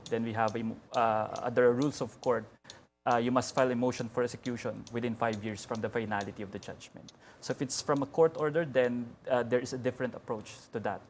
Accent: Iloilo City, Western Visayas, Philippines; and I'm from Iloilo City

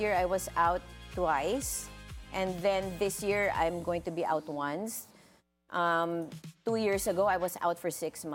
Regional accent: Philippines; accent: Pinoy (Filipino-mixed); may pagka ano halong Pinoy my accent now, di ba? There it's also may halong Pinoy, but it's more influenced of someone living there for like 5 years. A short period of time.

